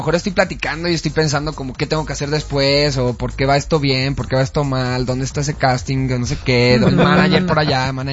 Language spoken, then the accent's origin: Spanish; Spain; yo soy español y solo voy a hablar en español de España y punto.